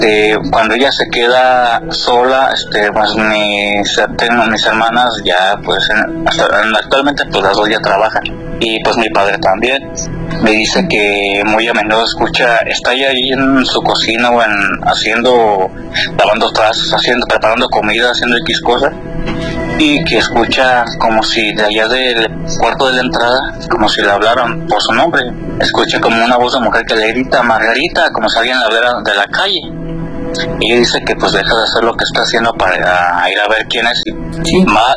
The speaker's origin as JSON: {"language": "Spanish", "town": "La Barca", "region": "Jalisco", "country": "Mexico", "said": "porque pues, le recuerdo soy de allá de La Barca, Jalisco, es un pueblo que está aquí como a hora y media de aquí de Guadalajara."}